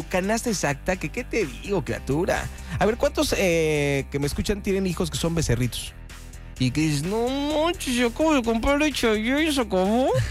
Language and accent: Spanish; Veracruz, Mexico; Yo soy de Veracruz y lo que más me identifica es al jarocho es tomar leche de jaiba.